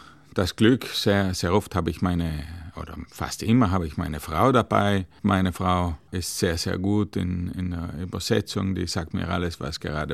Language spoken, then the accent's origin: German; Trentino-Alto Adige, Italy; Das war eigentlich der erster Bezug bei uns in Südtirol zu einem Honorarkonsulat, auch für mich natürlich.